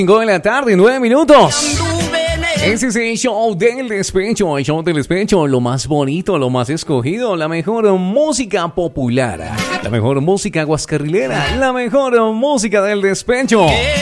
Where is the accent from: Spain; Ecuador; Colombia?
Colombia; como buenos colombianos que somos